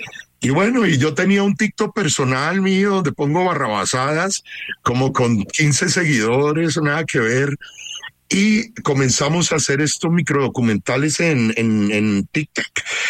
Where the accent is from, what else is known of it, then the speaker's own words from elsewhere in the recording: Colombia; nosotros como colombianos